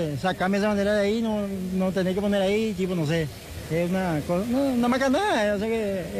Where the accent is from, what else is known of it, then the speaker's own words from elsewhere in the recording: Quindío, Colombia; No, yo, o sea, soy de Quindío, pero vivo Cañita.